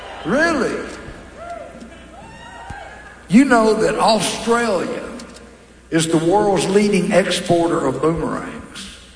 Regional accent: Georgia, United States; I'm from Georgia, so I love

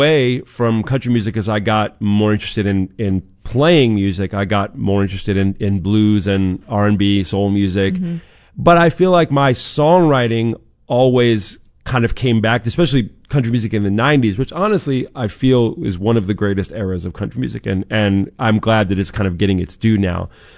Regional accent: Boston, Massachusetts, United States; I grew up in Boston, and there was not a country station, especially at least when I was real young listening.

